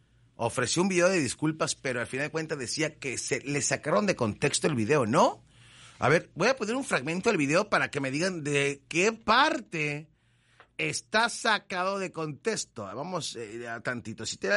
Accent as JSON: {"language": "Spanish", "country": "Mexico"}